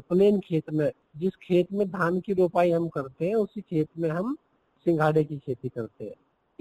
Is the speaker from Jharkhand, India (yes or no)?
no; Nandi, Uttar Pradesh, India; मेरा गांव ननदी, फिरोजपुर ब्लॉक बलियाखेड़ी जनपद सहारनपुर उत्तर प्रदेश का किसान हूँ।